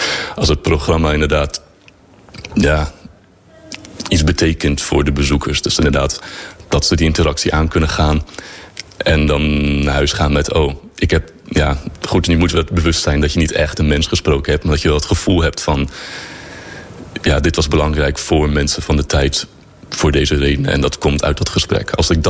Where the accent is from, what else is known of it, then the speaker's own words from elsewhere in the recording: Luxembourg; Ik ben Nederlander, maar ik ben in het buitenland opgegroeid in Luxemburg. En in Luxemburg wordt ons niet geleerd over de Watersnoodramp, niks over Nederlandse geschiedenis.